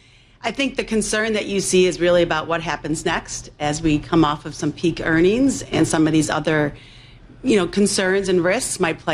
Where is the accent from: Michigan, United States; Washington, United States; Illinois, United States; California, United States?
Illinois, United States; Chicago; and I grew up on the South Side, went to Mother Macaulay High School.